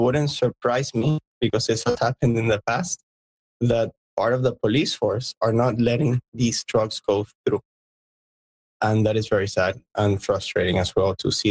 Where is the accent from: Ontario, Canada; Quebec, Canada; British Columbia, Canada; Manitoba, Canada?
Quebec, Canada; also born or lived in Montreal; now in Venezuela; I was originally based in Montreal. I lived there 12 years. I'm a Canadian. I'm now back here in Venezuela.